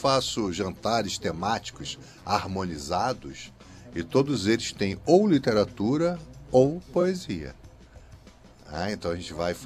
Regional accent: Niterói, Rio de Janeiro, Brazil; Eu sou de Niterói.

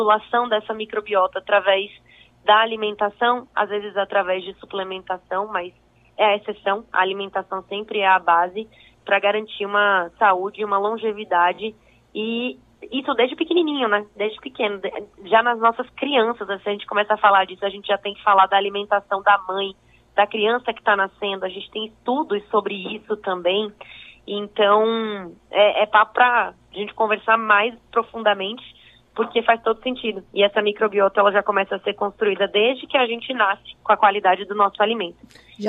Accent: Lauro de Freitas, Bahia, Brazil; Sou da região de Salvador, Lauro de Freitas

